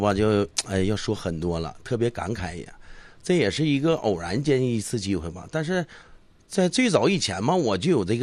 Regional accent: Gongzhuling, Jilin, China; 那我就是咱们土生土长的啊，秦家屯人啊。咱们这个秦家屯呢是民风啊淳朴，然后呢土地肥沃啊，就是这么样一个地方。

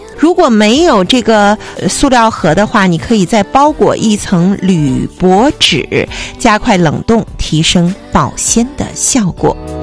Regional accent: Changchun, Jilin, China; 也是咱们长春人说的虾爬子啊

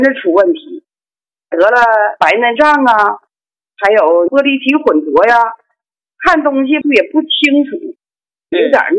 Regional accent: Shandong, China; 我家是山东的，我今年吧78岁了

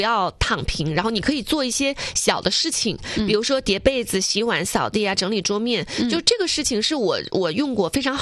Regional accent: Northeast China, China; accent: Northeastern; 用我们东北话讲叫妈手妈手

